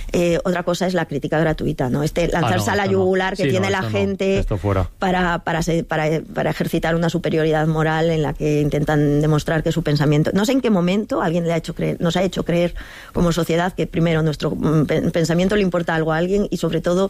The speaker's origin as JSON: {"language": "Spanish", "town": "San Sebastián", "region": "Basque Country", "country": "Spain", "said": "Del que acaba de ganar la Copa del Rey, porque soy de Donostiarra"}